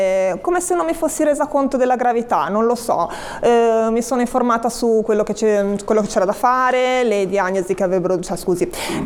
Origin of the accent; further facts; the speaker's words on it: Genoa, Liguria, Italy; Cambieremo anche zona perché noi siamo di San Pier d'Arena, dovremmo andare a Malassana